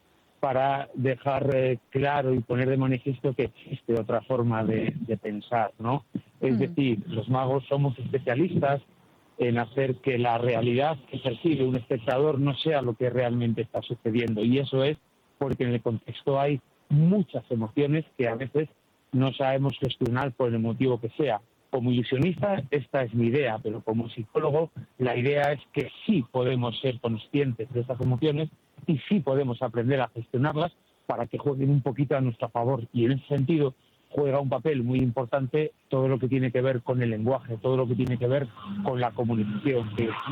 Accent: Castile and León, Spain; en mi tierra, que soy de Castilla y León

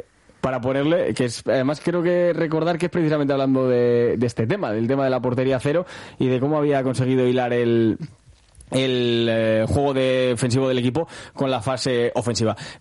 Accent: Barakaldo, Basque Country, Spain; born there; nací en el Hospital de Cruces.

